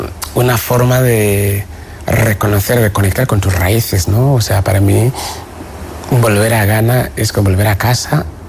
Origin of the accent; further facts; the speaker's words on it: Peru; Y soy peruano. Mi padre es peruano, mi abuelo es peruano.